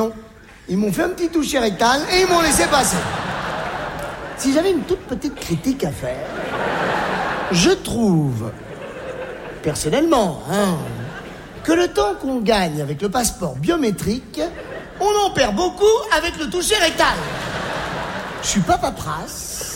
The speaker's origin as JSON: {"language": "French", "country": "Algeria", "tie": "born there", "said": "Je suis né en Algérie."}